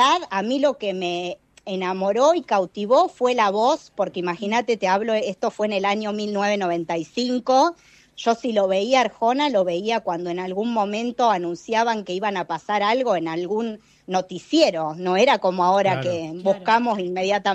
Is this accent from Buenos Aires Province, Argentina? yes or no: no; Santa Fe, Argentina; Viajaba porque mi pueblo está a 60 kilómetros de Rosario